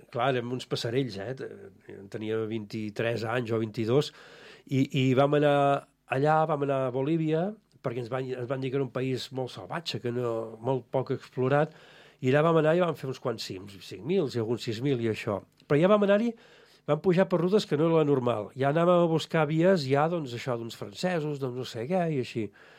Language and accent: Catalan; Hostalets de Balenyà, Catalonia, Spain; es va fundar el centre excursionista del meu poble, d'Hostalets de Balenyà, l'any 84.